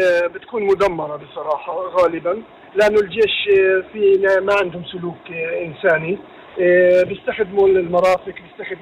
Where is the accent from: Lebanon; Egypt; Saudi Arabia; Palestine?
Palestine; يعني إحنا ريف فلسطيني،